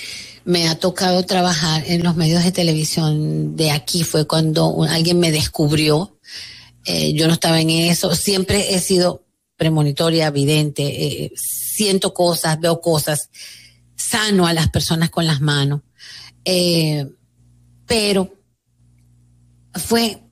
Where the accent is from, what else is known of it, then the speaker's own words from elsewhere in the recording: Venezuela; now in Dominican Republic; venezolana, con residencia aquí en la República Dominicana hace muchísimo tiempo ya